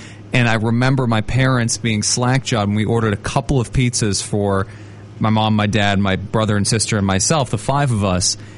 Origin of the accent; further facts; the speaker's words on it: Walpole, Massachusetts, United States; I was not a full-time resident of the South Shore as a child. I grew up in Walpole